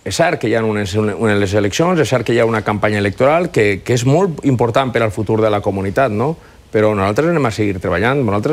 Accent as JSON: {"language": "Catalan", "region": "Valencian Community", "country": "Spain"}